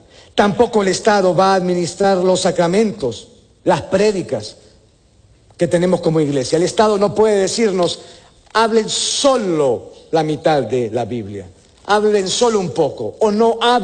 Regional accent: Honduras

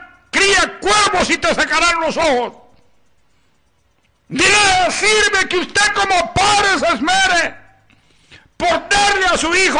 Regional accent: Honduras; Yo soy hondureño.

